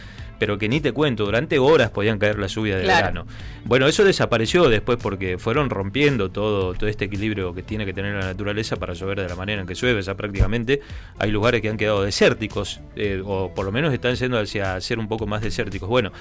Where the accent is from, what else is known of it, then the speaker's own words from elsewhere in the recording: Jujuy, Argentina; moved away; yo vengo de una zona, es presuelo selvático donde yo nací. Las Yungas